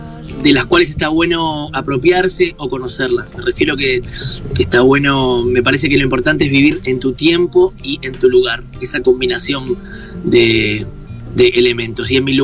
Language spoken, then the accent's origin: Spanish; Uruguay; Soy súper uruguayo, sí.